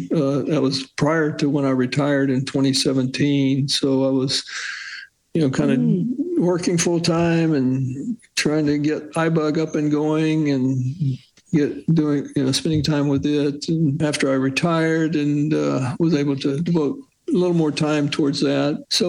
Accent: Houston, Texas, United States; I grew up here in Houston

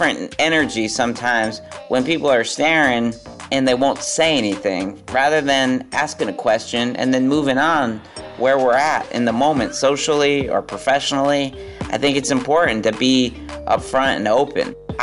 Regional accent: New Haven, Connecticut, United States; As being a little person growing up in New Haven

